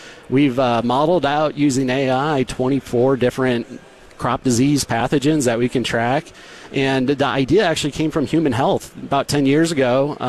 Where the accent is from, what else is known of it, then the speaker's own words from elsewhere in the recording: Des Moines, Iowa, United States; I'm from Des Moines, Iowa. So what am I doing in North Dakota, right?